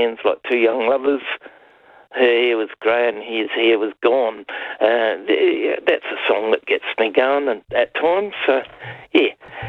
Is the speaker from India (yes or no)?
no; Adelaide, South Australia, Australia; I grew up down near Glenelg. I don't know whether you know Adelaide.